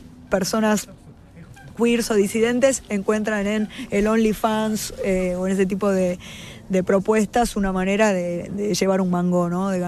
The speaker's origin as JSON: {"language": "Spanish", "region": "Northwest Argentina", "country": "Argentina", "tie": "born there", "said": "Y también tiene otro significado en el norte, donde yo nací"}